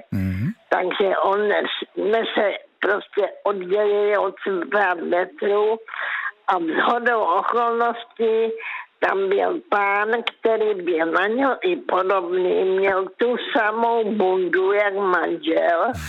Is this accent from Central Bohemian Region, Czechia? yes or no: no; Karolinka, Zlín Region, Czechia; já pocházím z Karolinky a jela jsem do Velkých Karlovic.